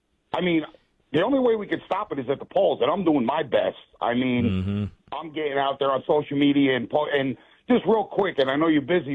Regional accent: New Jersey, United States; I'm originally from New Jersey, and a friend posted the other day in Patterson

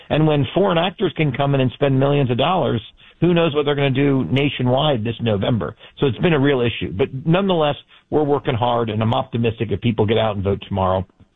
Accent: Kentucky, United States; Well, I grew up in Kentucky. My family's from Florida.

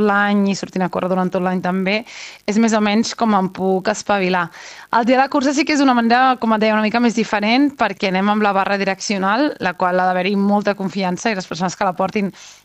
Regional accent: Vilassar de Mar, Catalonia, Spain; jo soc de Vilassar de Mar, vull dir que la muntanya és el castell de Burriac

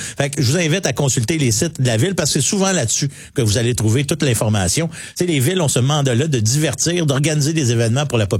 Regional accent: Quebec, Canada; on est Québécois, nous autres, on n'est pas Canadiens. Ben, on est quand même Canadiens.

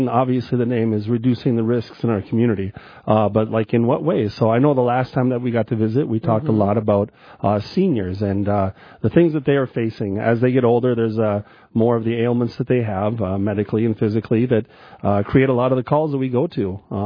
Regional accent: Arthur, North Dakota, United States; I'm from Arthur.

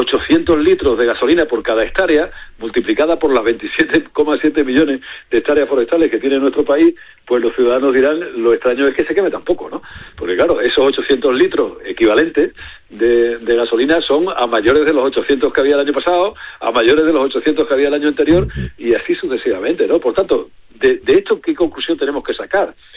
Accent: Cáceres, Extremadura, Spain; a los de mi tierra en Cáceres

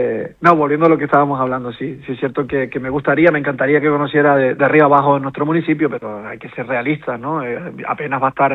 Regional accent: Canary Islands, Spain; los canarios siempre hemos sido un pueblo de acogida, un pueblo de integración, que los migrantes han venido históricamente, nosotros fuimos migrantes y ahora somos tierra de inmigrantes

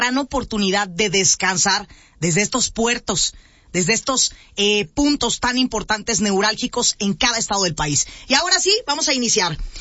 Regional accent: Mexico; les diría, mexicanos, que hoy más que nunca hay que atesorar el espacio en el que vivimos, el espacio en el que nacimos, en el que crecemos, nuestra patria

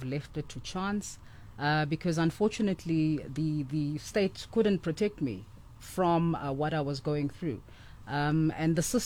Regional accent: Johannesburg, Gauteng, South Africa; is a young black girl who was born and raised in Johannesburg. I grew up in the Johannesburg CBD.

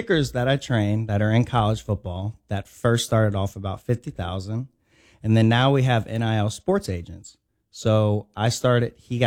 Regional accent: Louisiana, United States; I'm from Louisiana, so being able to come back home and build something that can help young athletes here is really important to me.

